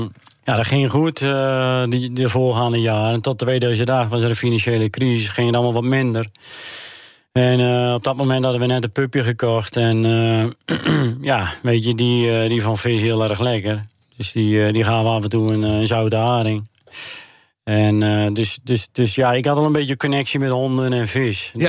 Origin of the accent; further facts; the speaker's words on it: Urk, Flevoland, Netherlands; Ja, ik ben opgegroeid op Urk natuurlijk. We zijn Urkers en op Urk iedereen ademt vis.